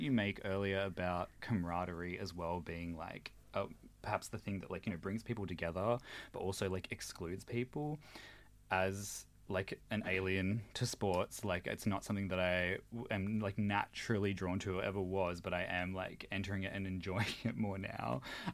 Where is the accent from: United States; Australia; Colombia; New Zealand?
Australia; I'm Australian